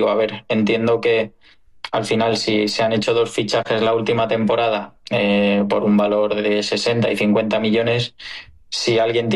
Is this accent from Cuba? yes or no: no; Spain; Ya no solo como aficionado, sino también pues